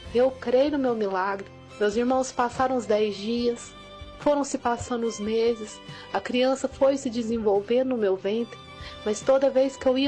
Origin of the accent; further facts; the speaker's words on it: São Gonçalo do Pará, Minas Gerais, Brazil; sou da cidade de São Gonçalo do Pará, moro na comunidade da Prata de Cima, Minas Gerais.